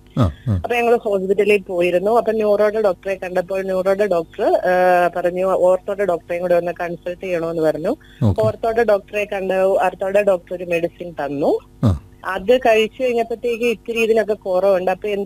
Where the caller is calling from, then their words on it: Pala, Kerala, India; ഞാൻ പാലായിൽ നിന്നാണ് വിളിക്കുന്നത്.